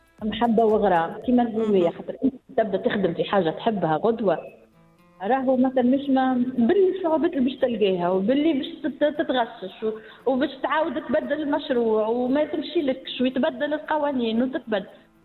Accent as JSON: {"language": "Arabic", "country": "Tunisia"}